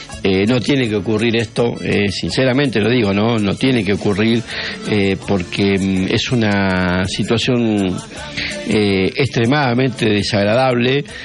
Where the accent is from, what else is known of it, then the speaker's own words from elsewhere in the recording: Argentina; lo que estamos viviendo como argentino